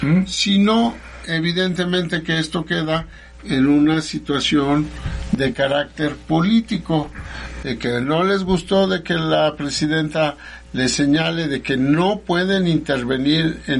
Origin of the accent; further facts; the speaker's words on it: Mexico; yo creo que hay que tener como mexicanos las cosas muy claras.